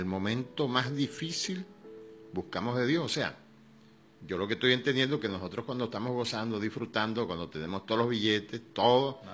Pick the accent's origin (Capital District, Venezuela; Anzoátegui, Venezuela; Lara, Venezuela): Anzoátegui, Venezuela; Cantaura; now in Puerto Píritu area, Venezuela; Porque yo soy de Cantabria, y en Cantabria no hay mar. Allá el río Guanipa, donde yo largué el guayuco hace 61 años.